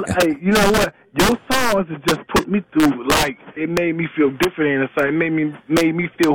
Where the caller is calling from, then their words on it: Flint, Michigan, United States; I'm calling from Flint, Michigan